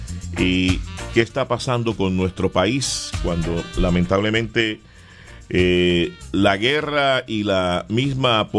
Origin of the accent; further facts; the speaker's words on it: Colombia; Siete, 13 en mi país, Colombia, 8 de Olímpica, más 13 minutos aquí al ladito en Venezuela.